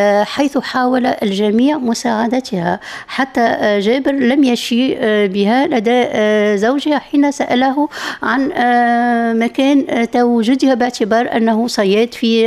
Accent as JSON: {"language": "Arabic", "country": "Tunisia", "said": "نحن كمجتمع تونسي"}